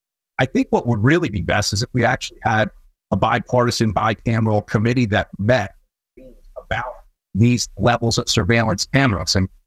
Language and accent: English; Vineland, New Jersey, United States; my hometown of Vineland.